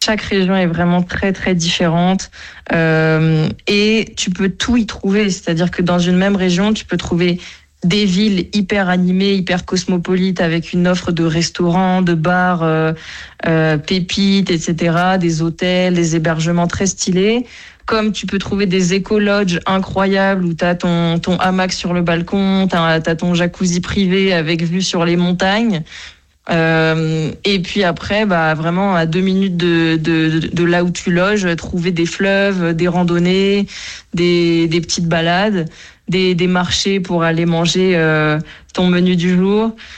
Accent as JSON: {"language": "French", "country": "France", "moved": "yes", "lives_now": "Medellín, Colombia"}